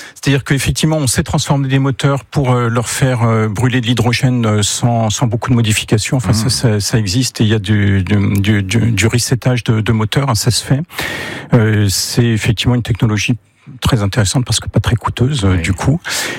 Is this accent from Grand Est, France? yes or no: yes; Grand Est, France; now in Sarthe, France; Moi, je viens d'Alsace.